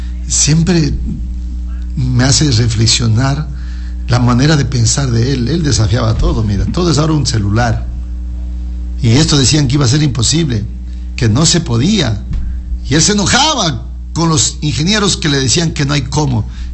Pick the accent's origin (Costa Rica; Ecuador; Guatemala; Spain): Ecuador